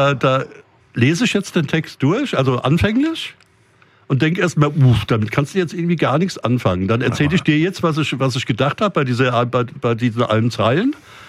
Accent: Mörfelden-Walldorf, Hesse, Germany; ich komme ja aus Merfelden-Walldorf, Stadtteil Merfelden.

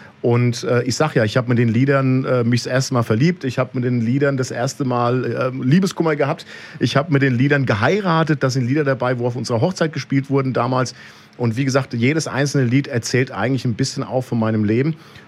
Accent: Raunheim, Hesse, Germany; also born or lived in Flörsheim; Also geboren bin ich in Flörsheim, aufgewachsen in Raunheim, bin auch dort jetzt geblieben mit meiner Familie.

